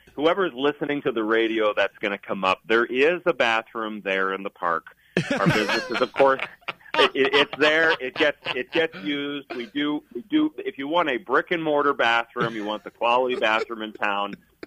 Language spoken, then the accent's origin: English; East Coast, United States; now in Chugwater, United States; I grew up on the East Coast. My heritage is Irish and English.